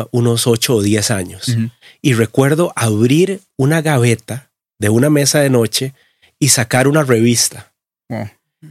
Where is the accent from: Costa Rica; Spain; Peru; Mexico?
Costa Rica; yo crecí en Costa Rica, en una familia de hombres. Yo solo tengo hermanos.